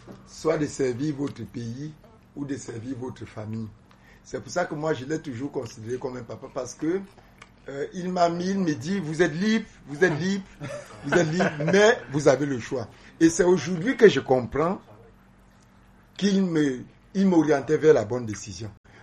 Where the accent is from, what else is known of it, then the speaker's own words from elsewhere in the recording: Cameroon; en tant que Camerounais